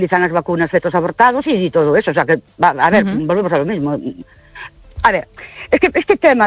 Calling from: Ourense, Galicia, Spain; de Ourense.

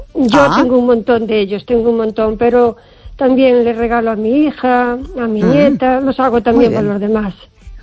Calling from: O Carballiño, Galicia, Spain; de Carballiño.

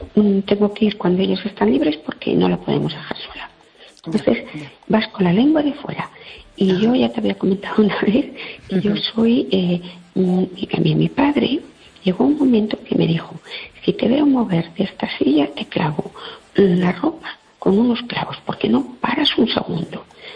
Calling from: El Masnou, Catalonia, Spain; Yo vivo en Masnou, tú sabes dónde es.

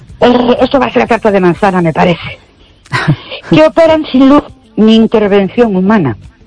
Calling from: Ourense, Galicia, Spain; de Ourense.

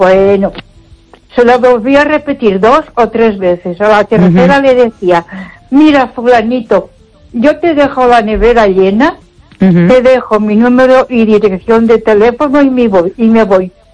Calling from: Ponferrada, Castile and León, Spain; de Ponferrada.

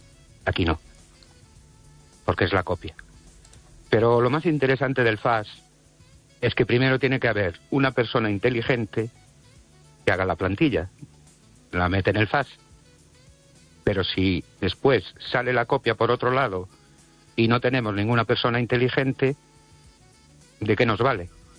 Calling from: Ourense, Galicia, Spain

